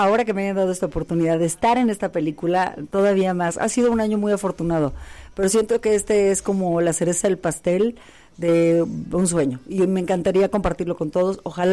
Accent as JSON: {"language": "Spanish", "town": "Irapuato", "region": "Guanajuato", "country": "Mexico", "moved": "yes", "said": "Pues vengo de Irapuato"}